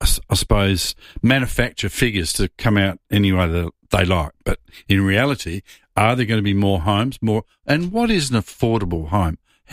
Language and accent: English; Adelaide, South Australia, Australia; I grew up in Paynham